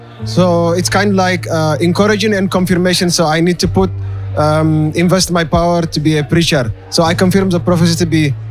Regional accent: Eritrea; now in Germany; Originally, I'm from Eritrea, but I reside in Germany. So I come from Germany to the Church of Almere here in Holland.

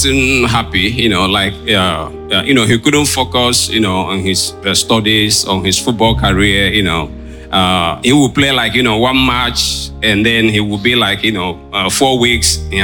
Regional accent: Nigeria; now in Netherlands; I'm a Nigerian, but you know, we live, you know, here in Holland.

